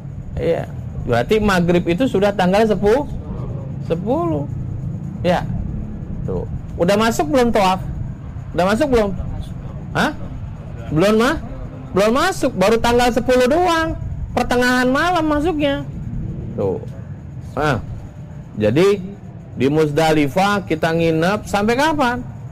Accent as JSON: {"language": "Indonesian", "country": "Indonesia", "said": "Aku wong Jawa ini."}